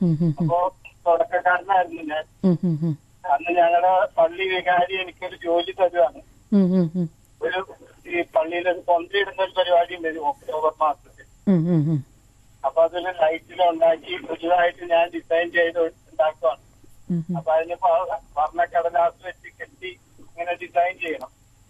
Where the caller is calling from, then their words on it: Aluva, Kerala, India; ഞാൻ ആലുവ.